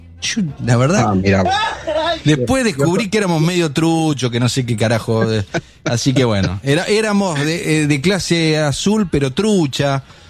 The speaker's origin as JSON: {"language": "Spanish", "country": "Argentina", "said": "Igual soy recontra más argentino que español, porque español no tengo ni para la ciudadanía. Pero todos mis apellidos son españoles o medio, viste, de ahí."}